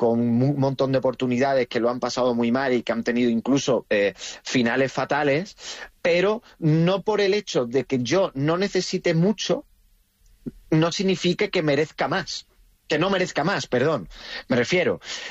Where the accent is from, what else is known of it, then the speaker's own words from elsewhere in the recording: Rincón de la Victoria, Andalusia, Spain; no solo cuando me bajo a mi pueblo, Rincón de la Victoria, Málaga, el mejor pueblo del mundo